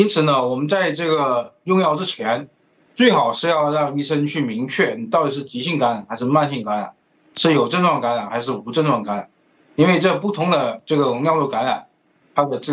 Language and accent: Chinese; South China, China; 我们作为一个南方人，这个上火是最典型的一个大家说的一个问题。